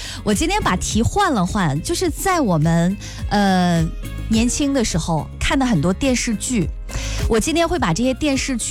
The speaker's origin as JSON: {"language": "Chinese", "region": "Henan", "country": "China", "said": "欢迎大家来到河南来做客哈，感受一下我们河南人的热情，我们的大美河南，河南老家。"}